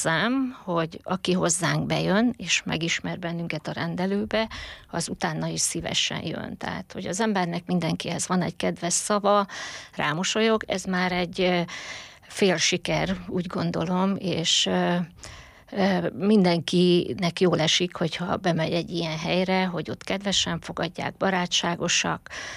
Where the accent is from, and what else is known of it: Paks, Tolna, Hungary; born or raised there